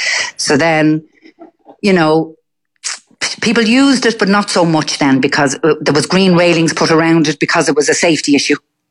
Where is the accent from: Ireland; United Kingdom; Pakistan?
Ireland; Dublin, County Dublin; And I'm from Dublin 8, and we always saw them in the parks, you know, so...